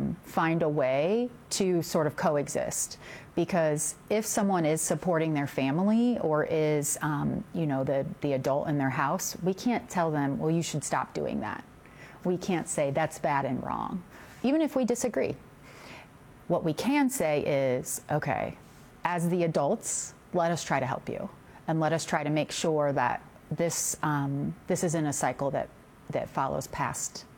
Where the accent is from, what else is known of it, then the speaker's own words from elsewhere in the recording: Ohio, United States; now in Cincinnati, United States; And so I'm from Northwest Ohio, and that's where I was born and raised.